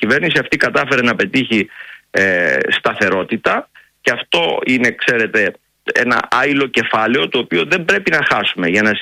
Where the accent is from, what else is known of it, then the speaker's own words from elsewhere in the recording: Thessaly, Greece; στην πατρίδα μου, τη Θεσσαλία